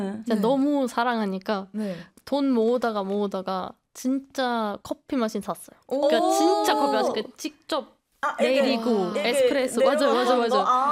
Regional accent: Germany; Korean is a second language; now in South Korea; 독일에서 온 한국 산지 4년 된

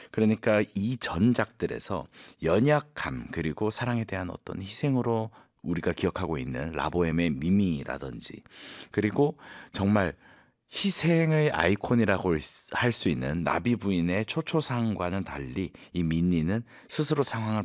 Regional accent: South Korea; 우리는 한국인으로서

